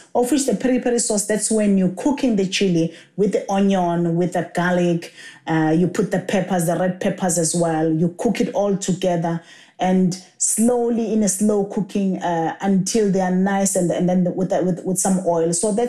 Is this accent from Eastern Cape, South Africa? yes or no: no; Durban, KwaZulu-Natal, South Africa; because I'm from Durban